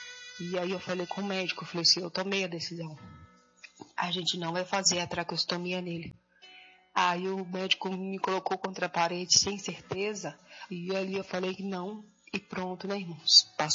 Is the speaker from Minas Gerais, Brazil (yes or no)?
yes; Belo Horizonte, Minas Gerais, Brazil; sou aqui de Belo Horizonte.